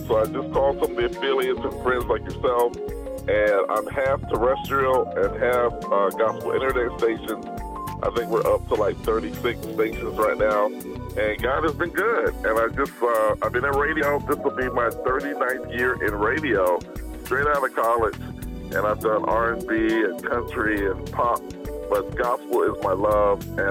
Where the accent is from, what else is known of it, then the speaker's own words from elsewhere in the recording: North Carolina, United States; I am so excited, first of all, that the Stellar Awards are coming to my home state, North Carolina.